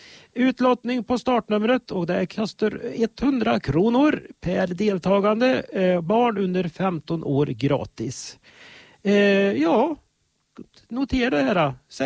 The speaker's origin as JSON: {"language": "Swedish", "town": "Fensborg", "country": "Sweden", "tie": "born or raised there", "said": "Nu ska vi till mina hemtrakter. Fensborgsjoggen i Fensborg. Då kan ni vinka att man, om ni springer där. För att ni springer nästan förbi mitt hus där."}